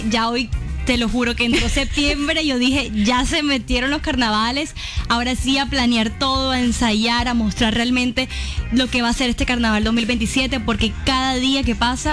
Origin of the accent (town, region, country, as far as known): Barranquilla, Atlántico, Colombia